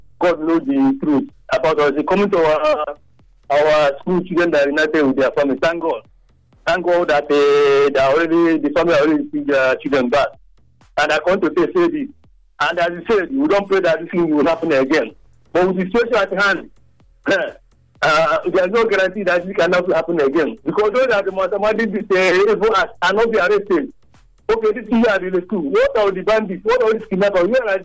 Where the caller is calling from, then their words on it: Nigeria; we are Nigerian.